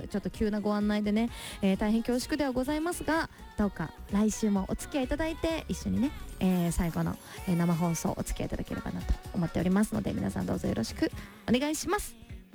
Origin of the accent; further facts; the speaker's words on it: Kumamoto, Japan; もう20年ぐらい前に地元熊本の、城北高校の応援に甲子園に行った時の対戦相手が智弁和歌山